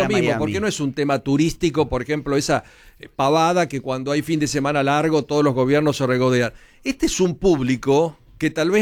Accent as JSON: {"language": "Spanish", "country": "Argentina", "said": "Obviamente, no somos Haití, chicos, somos Argentina, con muchas dificultades"}